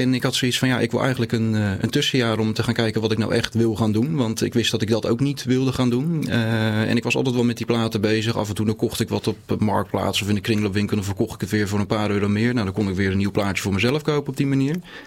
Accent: Gouda, South Holland, Netherlands; born there; Ja, Gouda mijn geboortestad dus. Dus ik heb eigenlijk al mijn familie hier wonen.

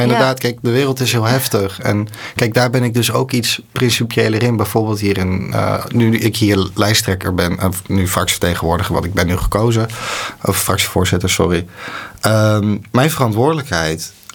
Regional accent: Netherlands

